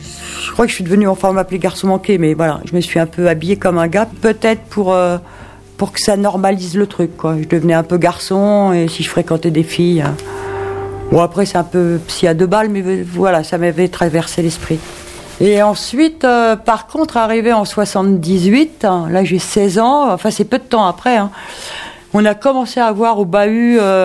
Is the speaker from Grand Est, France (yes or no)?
no; Paris, Île-de-France, France; moved away as an adult; now in Tarn, France; Moi, je suis née à Paris, j'ai grandi à Paris, et dans les années 85, je suis arrivée dans le Tarn